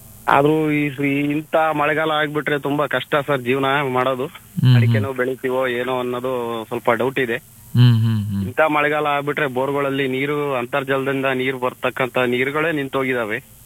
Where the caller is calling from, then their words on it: Arasanaghatta, Karnataka, India; ಅಂತ ವಿಶೇಷತೆ ಇದ್ದ ನಮ್ಮ ಊರು ಅರಸನಘಟ್ಟ.